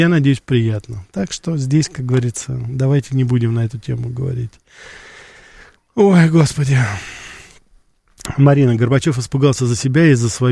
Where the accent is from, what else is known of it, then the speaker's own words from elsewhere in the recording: Russia; когда я из России, потому что я родился и вырос все-таки здесь, я ездил к родственникам в Грузию и в Армению.